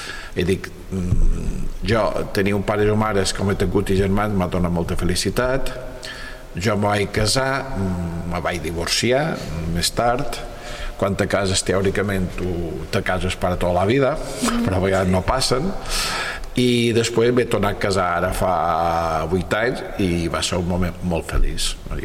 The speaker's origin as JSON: {"language": "Catalan", "town": "Pollença", "region": "Balearic Islands", "country": "Spain", "tie": "born there", "also_born_or_lived": "Barcelona", "said": "quan era jove, jovenet, a Pollença se van fer les colònies d'estiu a Cala Murta."}